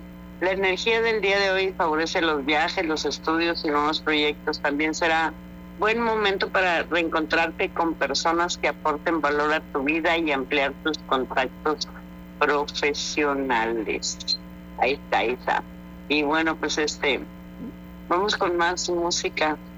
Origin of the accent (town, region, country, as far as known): northern Mexico, Mexico; moved away